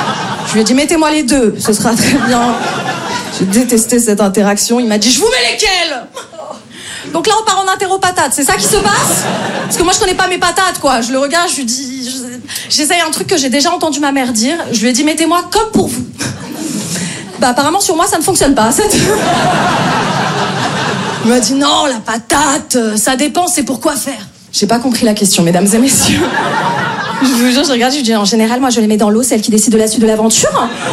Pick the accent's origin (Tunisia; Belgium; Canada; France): France; Paris, Île-de-France; moi je viens de Paris.